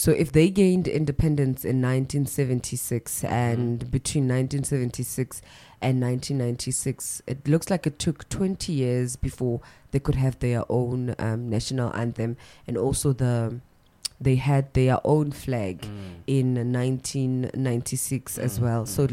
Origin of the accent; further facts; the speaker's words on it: South Africa; So I'm from South Africa.